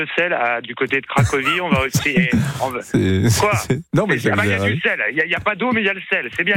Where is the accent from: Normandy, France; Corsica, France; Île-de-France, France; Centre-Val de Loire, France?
Corsica, France; born there; moi je suis né en Corse. Moi je suis né en Corse